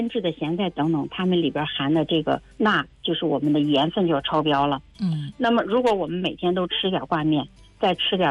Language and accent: Chinese; Hebei, China; 比如我们河北人他吃的就比较咸，然后爱吃面食